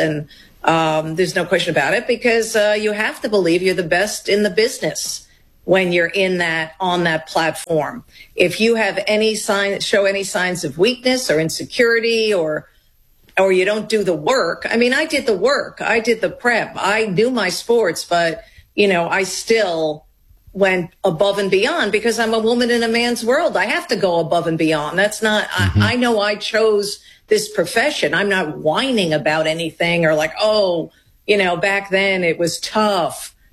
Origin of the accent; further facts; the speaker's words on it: New York, United States; You know, I grew up on Long Island. I'm born in New York City.